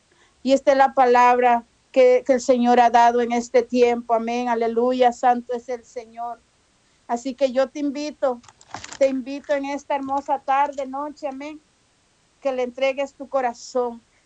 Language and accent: Spanish; Mazatenango, Suchitepéquez, Guatemala; born there; moved away; Yo soy yo nací en Mazatenango